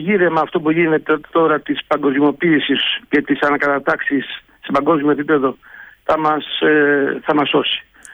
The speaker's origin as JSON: {"language": "Greek", "country": "Greece", "moved": "yes"}